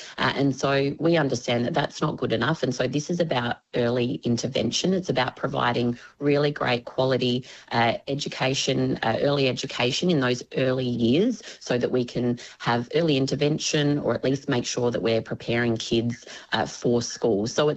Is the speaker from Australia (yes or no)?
yes; Naracoorte, South Australia, Australia; coming from Narracourt myself, I know many families in my hometown